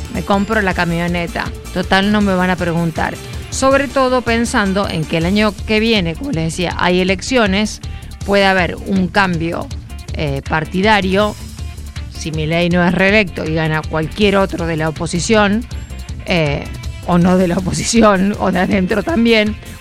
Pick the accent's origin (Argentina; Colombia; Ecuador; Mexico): Argentina